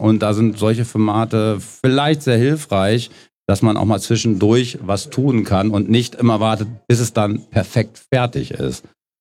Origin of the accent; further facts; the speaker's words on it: Münster, North Rhine-Westphalia, Germany; ich persönlich bin an der benachbarten Kaserne aufgewachsen in der Nähe, an der Loddenheide